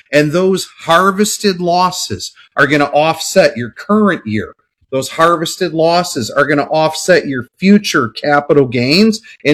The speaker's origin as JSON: {"language": "English", "town": "Chicago", "region": "Illinois", "country": "United States", "said": "I'm from Chicago, so are our listeners."}